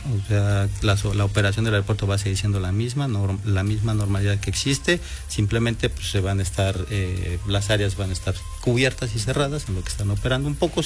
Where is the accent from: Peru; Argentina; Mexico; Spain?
Mexico; Puebla; nuestro trabajo es dedicarnos a difundir todas estas grandes oportunidades que ya tenemos como poblanos